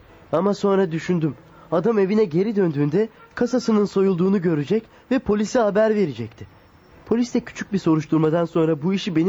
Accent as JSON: {"language": "Turkish", "region": "Sinop", "country": "Turkey", "said": "Ben de Sinopluyum da. Neresinden?"}